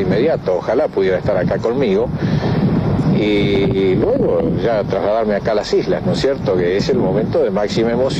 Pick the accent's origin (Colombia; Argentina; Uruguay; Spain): Argentina